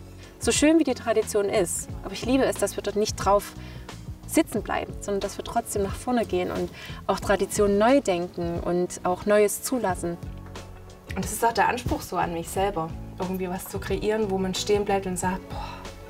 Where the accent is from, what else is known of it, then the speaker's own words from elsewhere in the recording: Saxony, Germany; Ich komme aus dem Erzgebirge, aus dem wunderschönen Erzgebirge.